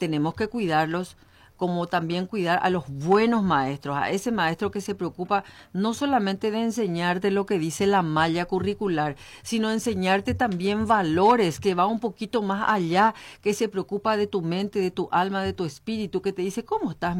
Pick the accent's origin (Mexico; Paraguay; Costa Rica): Paraguay; como ciudadanos, como paraguayos